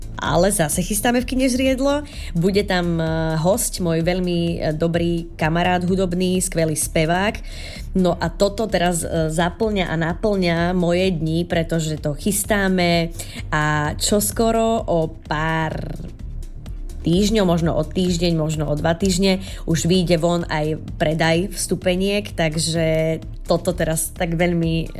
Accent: Bardejov, Prešov Region, Slovakia; born there; lebo ja som z Bardejova, ja som rodačka z Bardejova

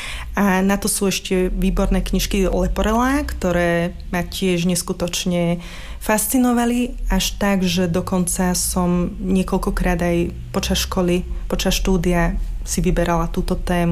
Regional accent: Lučenec, Banská Bystrica Region, Slovakia; Vyrastala som v Lučenci a moje detstvo vlastne som prežívala v centre mesta, kde som chodila do škôlky

